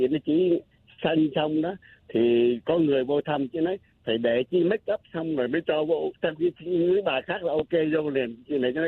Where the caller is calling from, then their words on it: Tay Ninh, Vietnam; tại vì mình là dân Tây Ninh là mình như vậy đó.